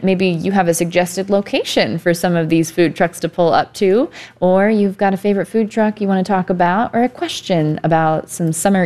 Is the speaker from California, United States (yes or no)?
no; Ohio, United States; Shout out to the 330, my hometown.